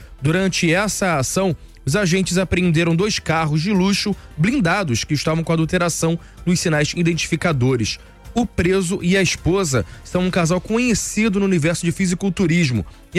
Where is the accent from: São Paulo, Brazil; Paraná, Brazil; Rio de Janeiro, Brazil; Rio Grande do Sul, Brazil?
Rio de Janeiro, Brazil; os fluminenses que gostam desse tempo, como é o meu caso.